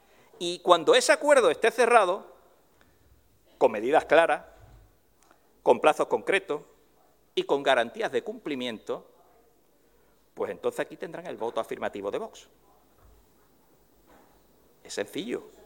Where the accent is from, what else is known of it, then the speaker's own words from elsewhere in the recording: Cádiz, Andalusia, Spain; accent: Andalusian; ¿Que soy andaluz y ceceo o seseo? ¿Cuál es el problema, señor Jiménez? No, no sé. Usted será, usted como un catedrático de, en fin. Es que uno es de Cádiz, Perdone que me coma la zeta.